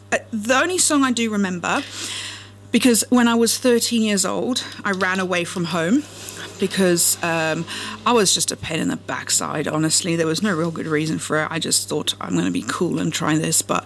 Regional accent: South Africa; now in England; So I grew up on a farm in a place called Tilbach in the mountains in the middle of nowhere in South Africa.

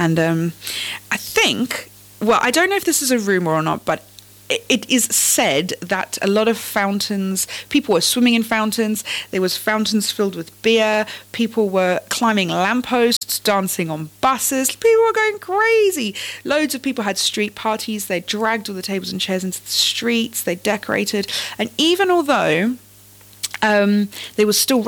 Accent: England, United Kingdom; now in Portsmouth, United Kingdom

